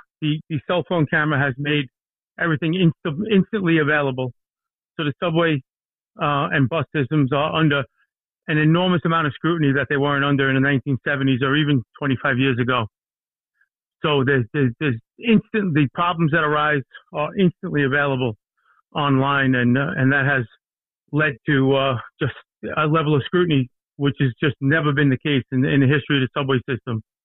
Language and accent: English; Brooklyn, New York, United States; I went to 12 years of Catholic school in Brooklyn. So I graduated Nazareth High School in East Flatbush in Brooklyn. I'm from a place called Garrison Beach, a largely worki